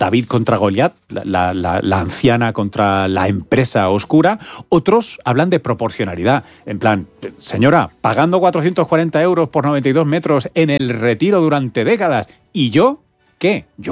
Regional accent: Tomelloso, Castilla-La Mancha, Spain; El de mi padre, mi familia … de Tomelloso.

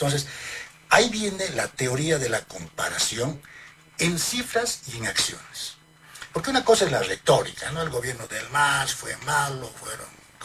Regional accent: Potosí, Bolivia; en mi tierra de Potosí

